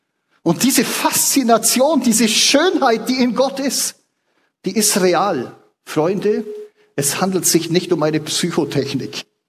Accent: Bavaria, Germany; ich bin gebürtiger Allgäuer, auf dem Land aufgewachsen.

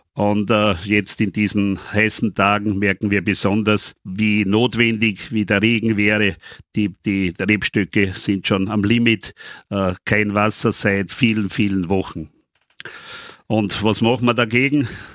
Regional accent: Mönchhof, Burgenland, Austria; Und das ist bei uns am Neusiedler See. Wir kommen aus Mönchhof.

